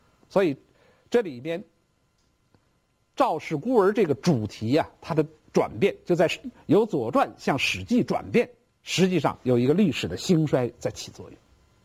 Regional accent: China; 我们中国人

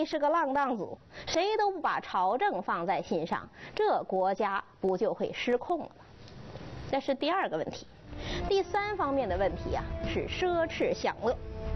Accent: China; 因为我们中国人传统理念一定是这样的

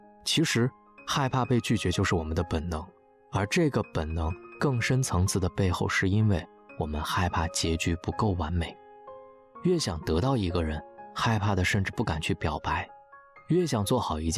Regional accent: China; 我从中国来纽约，会待到4月20号

